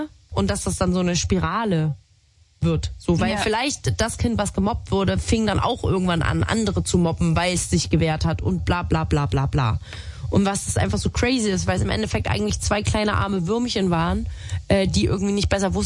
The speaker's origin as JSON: {"language": "German", "region": "Saxony", "country": "Germany", "tie": "born or raised there", "accent": "Saxon", "said": "ich komme aus Sachsen, Und ich kann richtig gut sechseln. Also das ist wirklich, also ich bin so richtig krass so auch aufgewachsen."}